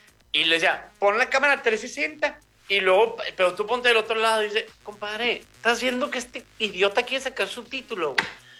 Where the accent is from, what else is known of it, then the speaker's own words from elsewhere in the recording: Mexico; Yo soy mexicano y yo acepto mi realidad.